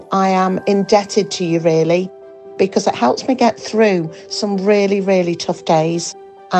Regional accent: Leeds, Yorkshire and the Humber, United Kingdom; from Leeds.

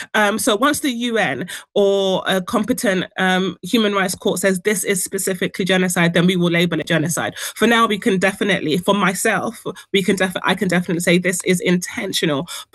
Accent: South East, Nigeria; I am of Nigerian heritage. My parents came to this country when they were just 20 years old, with my older brother and sister in tow. And I'm from the southeast region of Nigeria. I'm Igbo.

